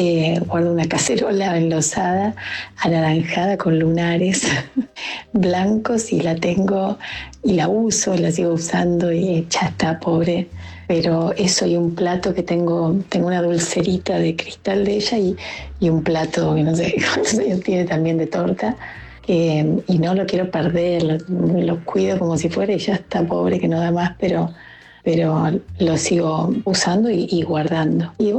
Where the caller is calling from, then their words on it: Neuquén, Argentina; de Neuquén.